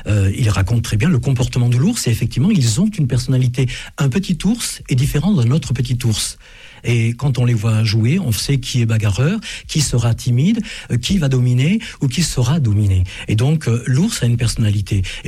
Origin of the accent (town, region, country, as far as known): Auvergne-Rhône-Alpes, France